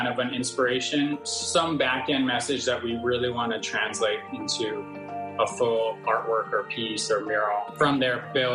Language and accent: English; Hawaii, United States; Yeah, we're from Oahu, Hawaii. We kind of grew up in nature, so it's the perfect blend of what has influenced us.